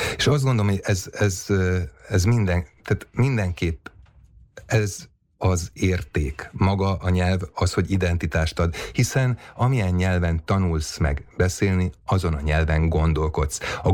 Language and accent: Hungarian; Hungary; ugye magyarként itt élünk Európa közepén, a germán, a latin és a szláv nyelvek között